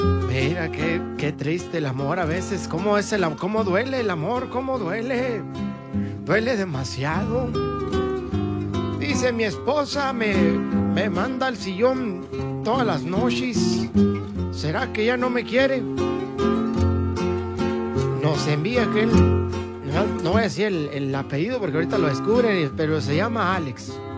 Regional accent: Chihuahua, Mexico; yo vengo allá de Chihuahua, le dije, y las mujeres de Chihuahua somos así muy, muy hijas de...

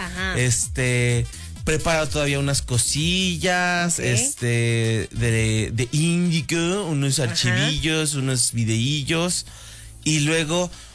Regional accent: Mexico City, Mexico; Se me sale yucateco. Yo soy chilango. ¿Por qué hablaría yucateco?

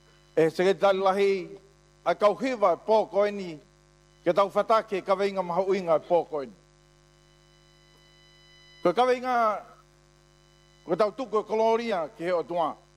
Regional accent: Australia; I come from Aussie, yeah.

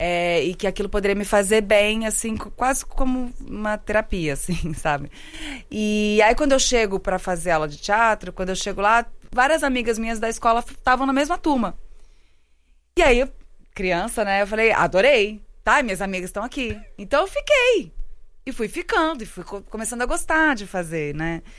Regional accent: Porto Alegre, Rio Grande do Sul, Brazil; born there

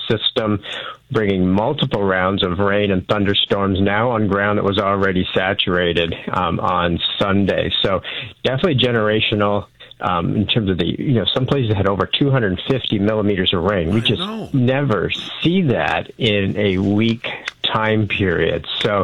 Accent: Vineland, Ontario, Canada; I grew up in Vineland, and, you know, my family's lived there for many years

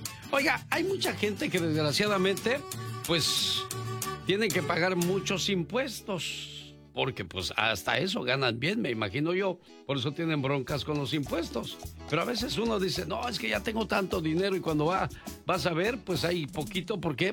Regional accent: Michoacán, Mexico; moved away; Un día salí de Michoacán, pero Michoacán nunca salió de mí.

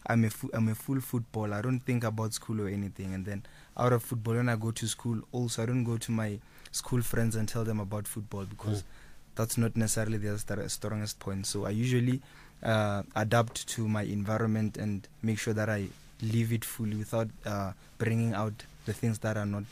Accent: Limpopo, South Africa; I'm from Limpopo, Ramamabolo, next to Moria. Next to Obri Mudiwa's place.

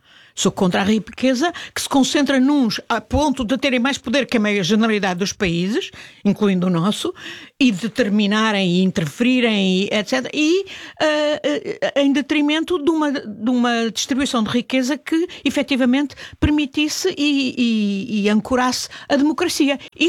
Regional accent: Portugal; nós temos qualidades como portugueses e temos um país lindíssimo

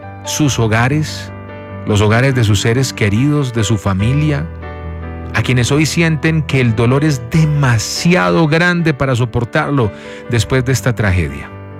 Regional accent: Armenia, Quindío, Colombia; nosotros aquí en Colombia, sobre todo yo que soy de Armenia.

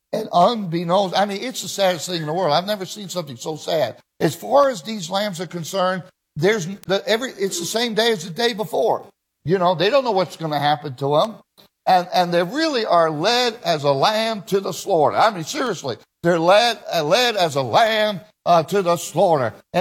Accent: Israel; Now, when I was in Israel, I grew up in Israel, all my young life

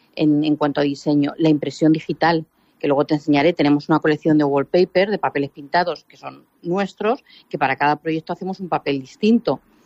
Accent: Ciudad Real, Castilla-La Mancha, Spain; born or raised there; also born or lived in Moral de Calatrava; now in Madrid, Spain

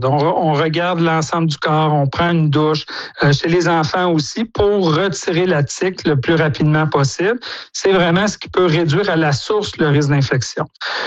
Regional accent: Quebec, Canada; chez nous au Québec

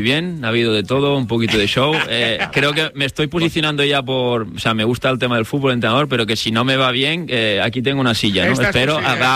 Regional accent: Girona, Catalonia, Spain; now in Madrid, Spain; pasar unos buenos días también ahora en mi tierra, que voy para allá, para Girona, que hace mucho tiempo que no voy

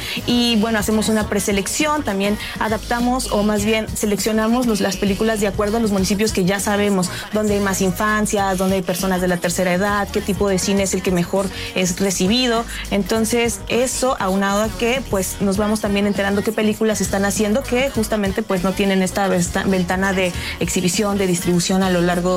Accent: Huajuapan de León, Oaxaca, Mexico; Yo, como una persona que crecí en Huajuapan de León, no conocía muchos municipios muy cercanos a Huajuapan de León

